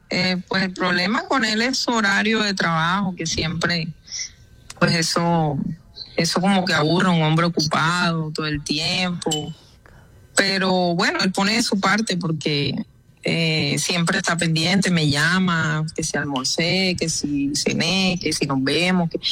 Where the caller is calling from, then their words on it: Barranquilla, Atlántico, Colombia; en mi casa, en el barrio, este es Betania.